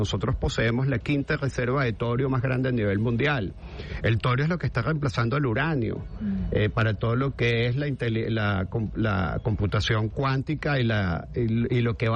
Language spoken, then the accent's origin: Spanish; Venezuela; cómo vamos a hacer los venezolanos